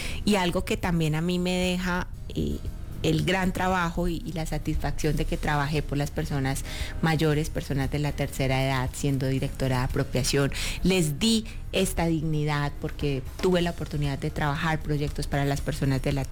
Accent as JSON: {"language": "Spanish", "town": "Yacopí", "region": "Cundinamarca", "country": "Colombia", "tie": "born or raised there", "also_born_or_lived": "Puerto Asís, Putumayo", "moved": "yes", "said": "Y crecí en Yacopí, Cundinamarca, soy víctima de desplazamiento forzoso."}